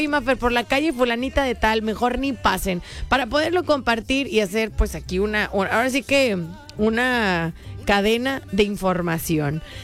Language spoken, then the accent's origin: Spanish; Mexico